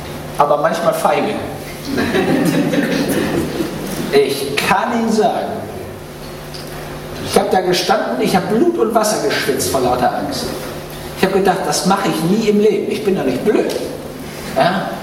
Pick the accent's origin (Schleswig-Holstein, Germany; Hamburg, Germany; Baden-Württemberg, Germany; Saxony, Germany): Schleswig-Holstein, Germany; ich bin ja in Schleswig-Holstein aufgewachsen, was man immer noch an der Stimme hört und auch am Slang.